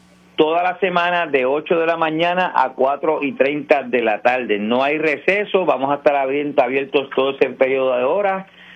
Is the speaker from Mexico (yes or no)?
no; Aguadilla, Puerto Rico; demostremos de qué estamos hechos los aguadillanos. Así que vamos para adelante, que yo voy a mi pueblo.